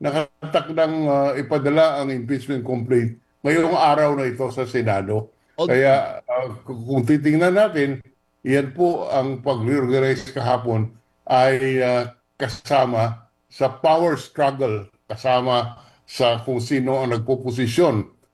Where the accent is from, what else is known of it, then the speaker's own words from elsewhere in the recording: San Juan, Metro Manila, Philippines; Ako po ay taga San Juan.